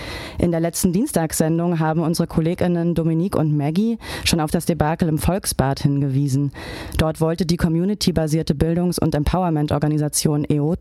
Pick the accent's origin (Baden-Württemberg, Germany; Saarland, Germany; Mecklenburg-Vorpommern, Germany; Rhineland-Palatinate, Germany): Mecklenburg-Vorpommern, Germany; und kurze Zeit später dann auch in meinem Heimatbundesland in Mecklenburg-Vorpommern.